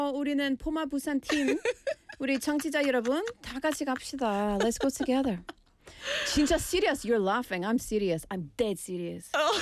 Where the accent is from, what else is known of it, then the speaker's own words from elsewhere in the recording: Scotland, United Kingdom; it blows my mind as a non-Korean, like as a Scottish person going to a festival and people actually looking after the venue like that.